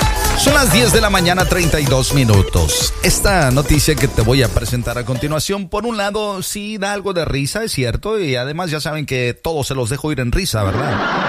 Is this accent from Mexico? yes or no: yes; Tierra Blanca, Veracruz, Mexico; born there; allá en mi pueblo, allá en Tierra Blanca, Veracruz